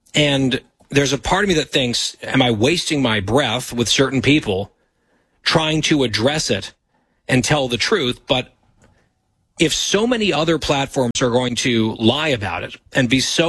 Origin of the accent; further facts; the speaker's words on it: United States; as an American, a proud American